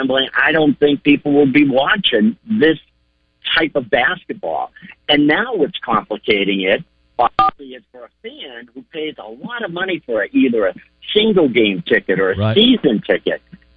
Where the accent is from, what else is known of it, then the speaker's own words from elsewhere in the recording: Boston, Massachusetts, United States; I am from Boston, and I hate New York teams.